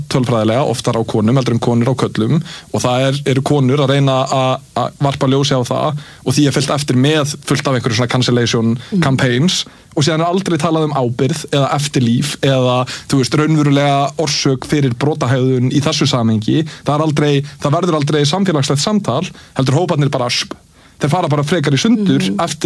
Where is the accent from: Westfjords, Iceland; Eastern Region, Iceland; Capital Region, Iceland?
Capital Region, Iceland; Reykjavík; ég er alinn upp í Efra Breiðholti og ég hef séð heimana tvenna